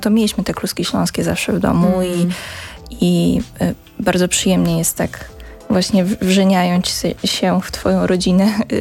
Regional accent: Warsaw, Masovian Voivodeship, Poland; ja jestem warszawianką, mój tata jest z Warszawy, moi dziadkowie od strony taty też, ale przez to, że moja mama ma te śląskie korzenie, no to mieliśmy te kluski śląskie zawsze w domu

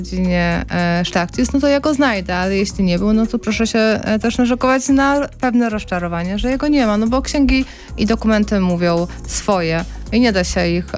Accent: Lublin Voivodeship, Poland; ja pochodzę z Zamojszczyzny

